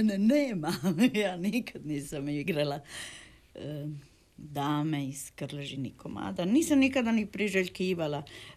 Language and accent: Croatian; Dubrovnik, Dubrovnik-Neretva County, Croatia; moved away as an adult; Ja sam bila jedna mala provincijalka, došla sam iz Dubrovnika